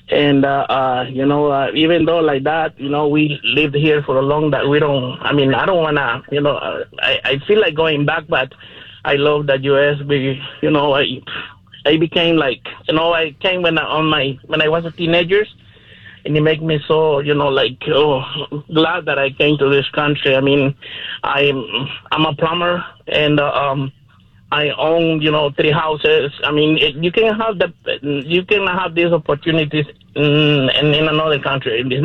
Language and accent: English; El Salvador; now in United States; This is, I am from El Salvador, and I really like this country.